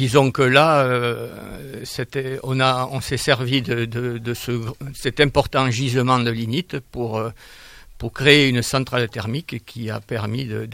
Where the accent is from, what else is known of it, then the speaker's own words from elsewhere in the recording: Hermes, Nouvelle-Aquitaine, France; born there; je suis revenu, je ne suis pas toujours resté, mais suis revenu où je suis né, à Hermes.